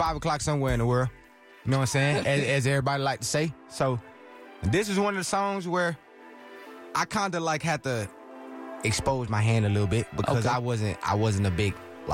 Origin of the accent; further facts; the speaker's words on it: Houston, Texas, United States; I'm from Houston.